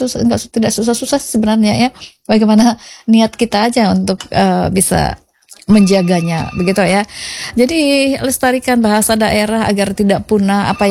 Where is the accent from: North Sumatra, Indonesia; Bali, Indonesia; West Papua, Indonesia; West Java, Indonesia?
North Sumatra, Indonesia; Medan; moved away; saya dari Medan, dari Bataknya aku.